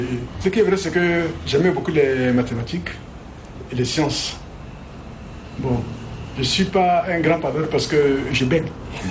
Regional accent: N'Djamena, Chad; born there; also born or lived in Moundou, Chad / Sarh, Chad / Romania; À 6 ans, j'ai commencé l'école. J'ai fréquenté l'école Ilie-Leclerc. Parce qu'entre-temps, il n'y avait pas beaucoup d'écoles à Ndjamena.

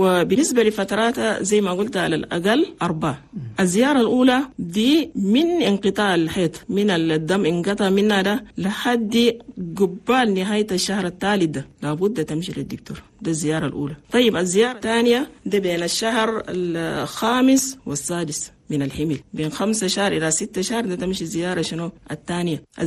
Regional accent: Chad; لأن نحن عندنا في تشاد نسبة موت عن الأمهات اللي بموتوا فيه ولادها كتير مرة واحد

